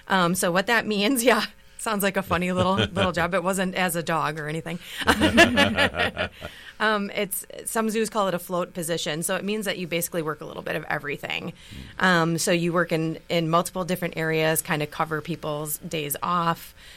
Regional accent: Racine, Wisconsin, United States; Yeah, so I'm actually originally from Racine. Right from this neck of the woods.

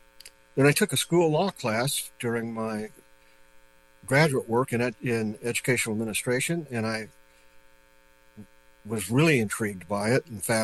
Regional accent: Leawood, Kansas, United States; also born or lived in Roeland Park, Kansas; I grew up in Johnson County, which is a bunch of suburbs on the west side of Kansas City, on the Kansas side of the Kansas City metropolitan area. I grew up in a small suburb called Roland Park.

